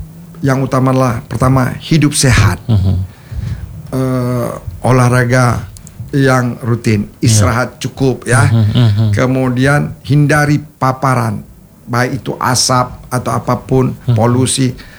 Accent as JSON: {"language": "Indonesian", "region": "Aceh", "country": "Indonesia", "said": "memang orang kita Aceh"}